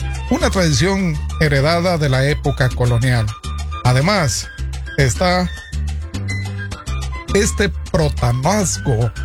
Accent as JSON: {"language": "Spanish", "town": "Ipala", "region": "Chiquimula", "country": "Guatemala", "tie": "born or raised there", "moved": "yes", "lives_now": "Los Angeles, United States", "said": "mi pueblo Chiquimula, de mi departamento, porque mi pueblo es Ipala Chiquimula, yo soy de un municipio"}